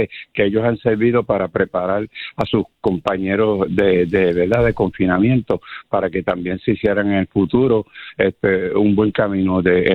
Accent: Guayama, Puerto Rico; Yo soy natural de Guayama … usted debe conocerme.

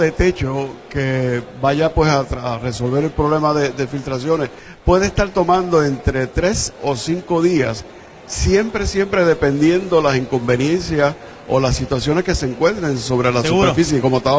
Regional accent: Puerto Rico

